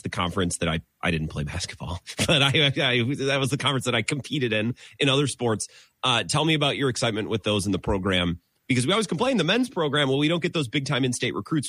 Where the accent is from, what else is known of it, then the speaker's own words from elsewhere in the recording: Wisconsin, United States; And growing up in Wisconsin, like when we would even shoot around in the driveway, like Wisconsin men's basketball always been good.